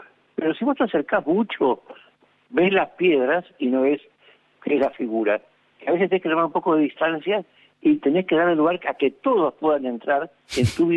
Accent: Argentina

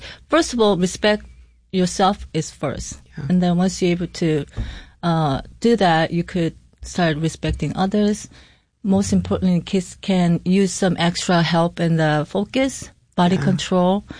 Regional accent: South Korea; English is a second language; now in Rochester, United States; So I'm from Korea.

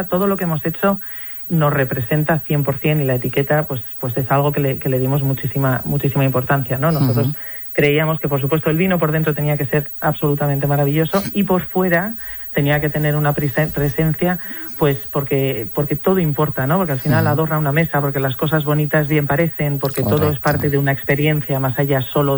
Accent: La Rioja, Spain; moved away as an adult; Yo, por otro lado, bueno, pues soy riojana de nacimiento, aunque bueno, yo creo que mi familia es muy del norte y ahí hacemos la conexión rápida con Asturias, ¿no? Mi padre es vasco, pero mi madre es asturiana, de Pola de Lena.

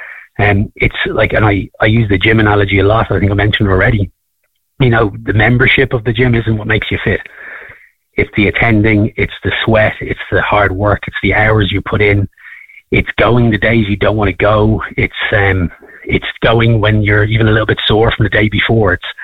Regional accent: Wicklow, Leinster, Ireland; I'm from Wicklow originally.

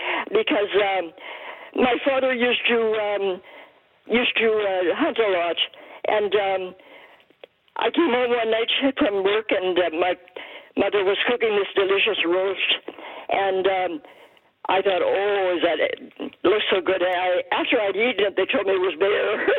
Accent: Saskatchewan, Canada; now in Innisfail, Canada; I'm from Northern Saskatchewan, and my father was a fisherman up there on Dory Lake.

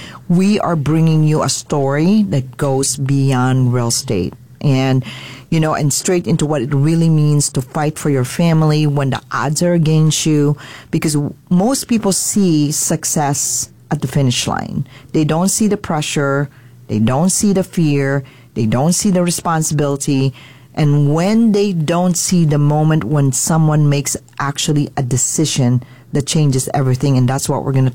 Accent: Philippines; We like to do this like unique twist on the show because I am Filipino.

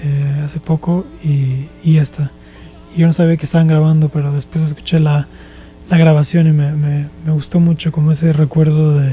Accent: Veracruz, Mexico; Soy de Veracruz.

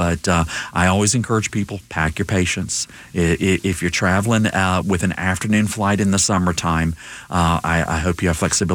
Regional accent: Alabama, United States; You know, growing up in Alabama, we used to say to get anywhere you had to go through Atlanta.

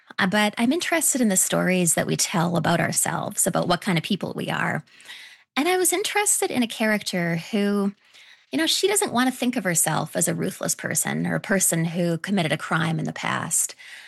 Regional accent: British Columbia, Canada; moved away as an adult; now in United States; I'm from the West Coast. I grew up in British Columbia. My dad was from Southern California. My mother was born in Canada, but, dad from the States.

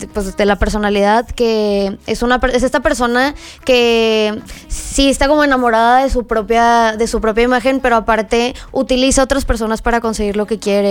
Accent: Monterrey, Nuevo León, Mexico; Soy de Monterrey

